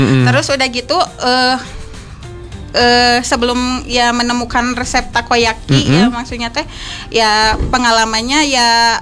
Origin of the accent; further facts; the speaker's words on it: Cimahi, West Java, Indonesia; now in Bandung, Indonesia; Terus saya juga kebetulan asli orang Cimahi.